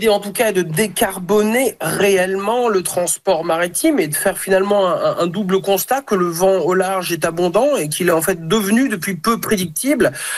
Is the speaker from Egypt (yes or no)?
no; Quebec, Canada; le café, par définition, quand on est québécois, bah, vient de loin, comporte en lui du pétrole, beaucoup, massivement.